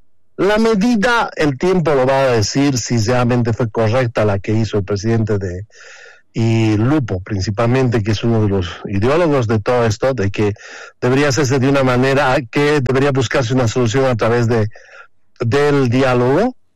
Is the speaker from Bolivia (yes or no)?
yes; Bolivia